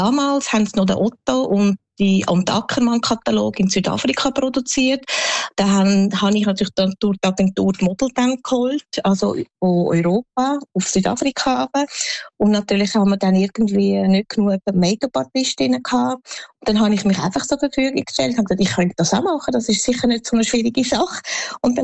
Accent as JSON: {"language": "German", "country": "Switzerland", "tie": "born or raised there", "said": "Also Schweiz ist da, wo ich geboren bin, aufgewachsen bin, in die Schule bin, die Ausbildung gemacht habe."}